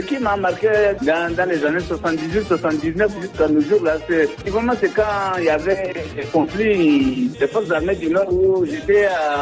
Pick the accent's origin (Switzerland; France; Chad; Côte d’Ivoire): Chad; Donc, il faudrait qu'ils comprennent que nous sommes tous des Tchadiens.